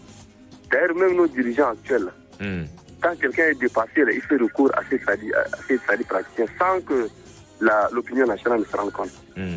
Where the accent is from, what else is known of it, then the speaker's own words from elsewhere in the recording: Tangier, Tanger-Tetouan-Al Hoceima, Morocco; Téna est de ma région, il est de la Tangier, moi je suis de la Tangier, 1-1, ça fait imaginer.